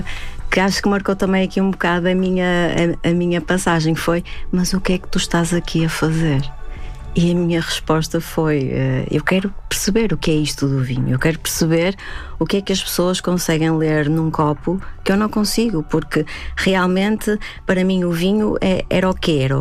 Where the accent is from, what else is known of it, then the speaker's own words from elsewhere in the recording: Braga, Portugal; Eu não nasci no meio da vinha, eu não fui criada no meio da vinha, eu sou de Braga.